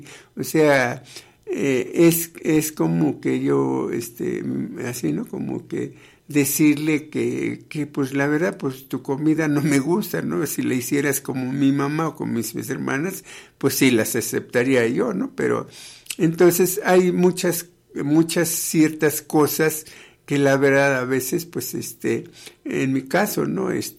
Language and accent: Spanish; Oaxaca, Mexico; Vengo de una población, ¿no? Yo soy oaxaqueño